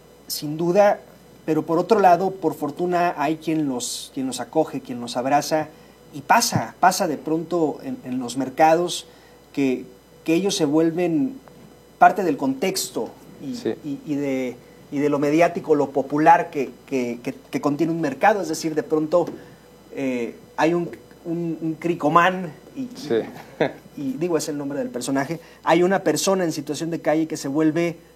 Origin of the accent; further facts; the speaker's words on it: Mexico; porque somos mexicanos